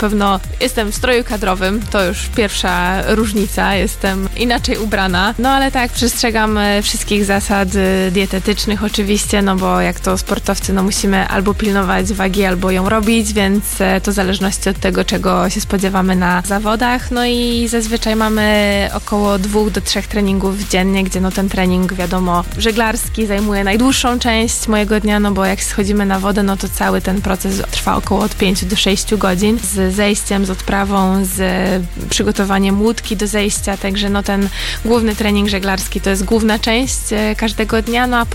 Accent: Iława, Warmian-Masurian Voivodeship, Poland; tu gdzie rozmawiamy właśnie w Iławie. Pochodzę z tego miejsca, także w sumie miałam super dostęp do najdłuższego jeziora w Polsce.

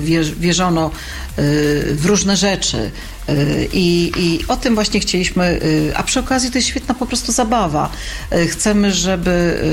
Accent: Warmian-Masurian Voivodeship, Poland; a u nas na Mazurach właśnie palinocką.

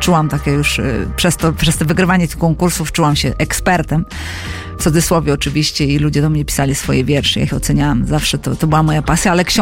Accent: Pomeranian Voivodeship, Poland; born there; Mój tata był nauczycielem języka rosyjskiego, wieloletnim dyrektorem szkoły wiejskiej niedaleko tego miejsca zamieszkania, gdzie się urodziłam. To jest na Pomorzu. Piękne miejsce.

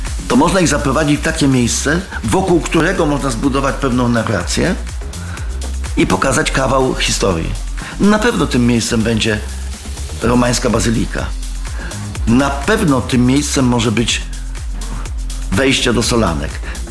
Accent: Inowrocław, Kuyavian-Pomeranian Voivodeship, Poland

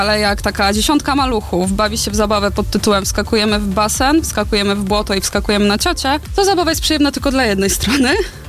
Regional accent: Podlaskie Voivodeship, Poland; accent: Suwałki; moved away as an adult; now in Toruń, Poland; Pochodzę z małej wsi na Suwalszczyźnie. Nie jest to Podlasie, jest to województwo podlaskie, ale nie zaciągam gwaru taką typowo podlaską. Miałam swoją taką suwalską, czego już nie słychać.

